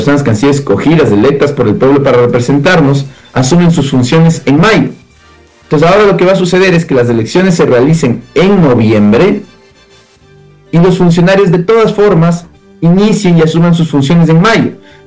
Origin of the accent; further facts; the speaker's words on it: Ecuador; para nosotros como ecuatorianos y como ciudadanos